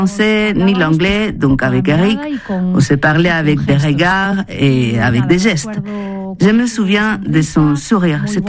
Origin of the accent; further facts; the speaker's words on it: Arteixo, Galicia, Spain; je viens d'Arteixo, à côté de la Corogne, en Galice.